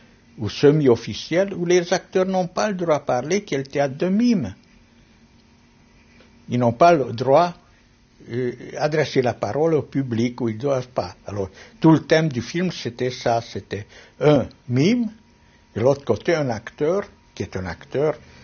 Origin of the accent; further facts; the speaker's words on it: Paris, Île-de-France, France; born there; Je suis né comme peintre à Paris